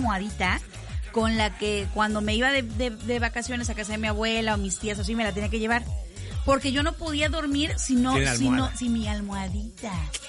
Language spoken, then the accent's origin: Spanish; Puebla, Mexico; No soy de Puebla, pero viví muchos años en mi infancia